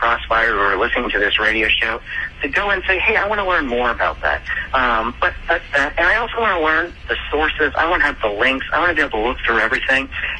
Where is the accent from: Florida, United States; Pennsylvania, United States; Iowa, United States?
Pennsylvania, United States; I grew up in Pennsylvania, and I'm a Phillies fan.